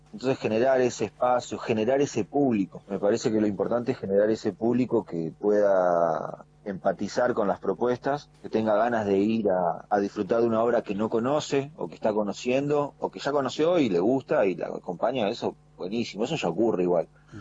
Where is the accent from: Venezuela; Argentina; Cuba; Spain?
Argentina; Patagonia; como somos una región la más nueva de nuestro país